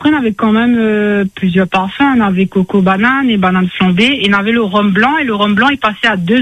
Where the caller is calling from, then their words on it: Grand Est, France; Moi, je suis en Alsace.